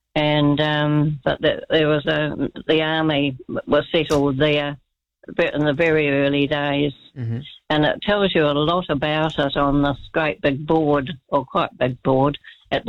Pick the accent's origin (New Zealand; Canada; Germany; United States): New Zealand; Wellington; also born or lived in Napier; now in Levin, New Zealand; I was born in Napier and lived there till I was a 10, and my father was a railway man, and he was transferred to Wellington.